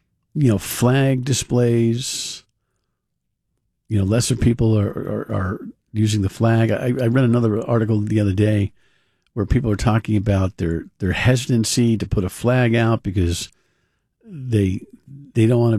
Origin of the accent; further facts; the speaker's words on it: Cumberland, Rhode Island, United States; my hometown of Cumberland